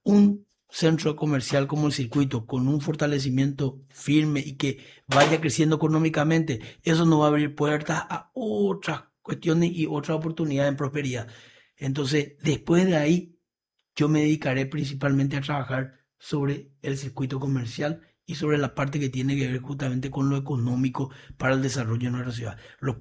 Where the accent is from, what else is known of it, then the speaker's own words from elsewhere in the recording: Encarnación, Itapúa, Paraguay; Por el contrario, yo soy de Encarnación. Yo quiero que mi intendente me escuche y me responda.